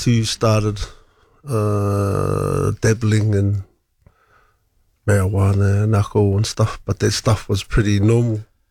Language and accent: English; Tokoroa, Waikato, New Zealand; I was born and bred in Tokoro.